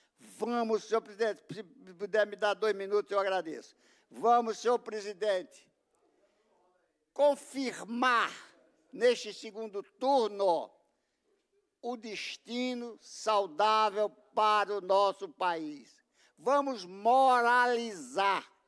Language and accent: Portuguese; Northeast Region, Brazil; born there; e eu digo como nordestino, não gostaria de ter nascido em nenhuma outra região, estou plenamente satisfeito de ser nordestino